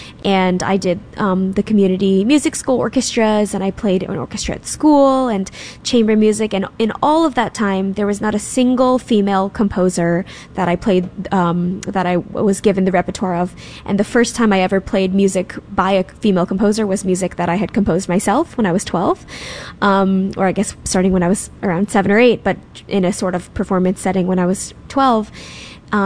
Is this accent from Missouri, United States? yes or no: yes; St. Louis, Missouri, United States; and then I was born in St. Louis. I love St. Louis. I feel so nostalgic for my hometown every time I'm back there.